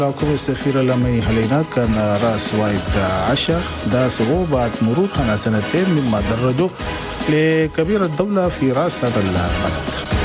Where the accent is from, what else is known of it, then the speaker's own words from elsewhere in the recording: Chad; والسفراء المعتمدين في بلدنا تشاد